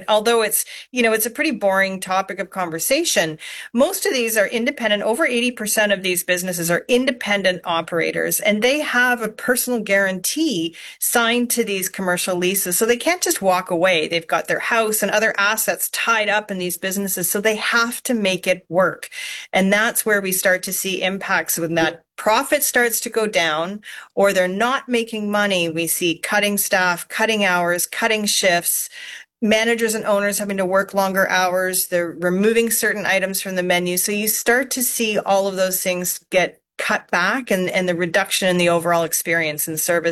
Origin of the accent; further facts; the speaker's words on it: Canada; In everywhere we go as a Canadian living our life, we feel like our costs of living have gone up.